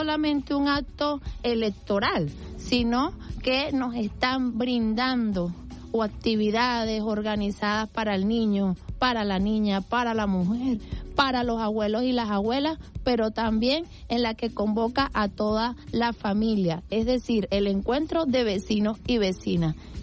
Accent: Venezuela; los que somos venezolanos

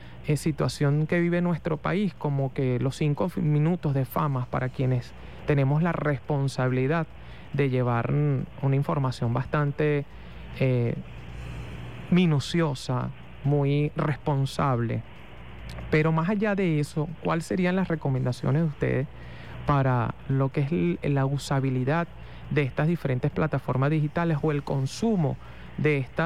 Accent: Venezuela

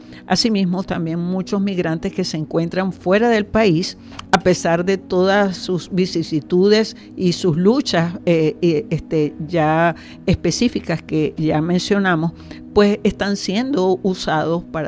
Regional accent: Venezuela

